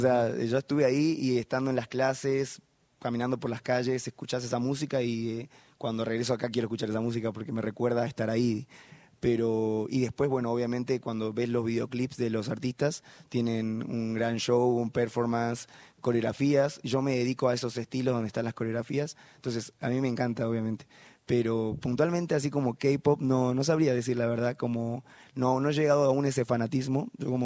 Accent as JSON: {"language": "Spanish", "region": "Jujuy", "country": "Argentina", "also_born_or_lived": "Buenos Aires", "said": "De acá, de Jujuy."}